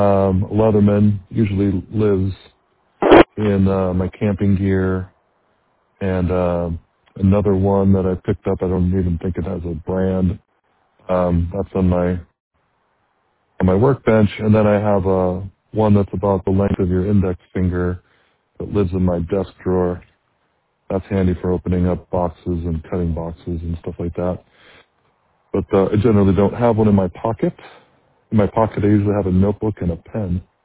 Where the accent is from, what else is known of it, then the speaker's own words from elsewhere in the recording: Shakopee, Minnesota, United States; from Shakopee, currently calling in here from Pine City, nice little private glamp ground.